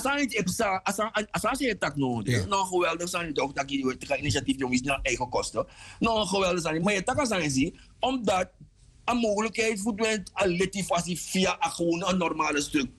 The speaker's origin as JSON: {"language": "Dutch", "country": "Suriname", "also_born_or_lived": "Netherlands", "said": "Ik ben zelf uit Nederland in 2008 teruggekomen naar Suriname. Niet met de bedoeling om terug te gaan naar Holland. Met de bedoeling om een bijdrage te komen leveren."}